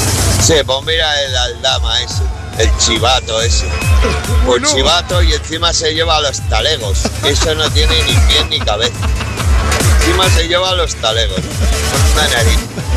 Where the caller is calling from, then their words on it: Madrid, Community of Madrid, Spain; de Manoteras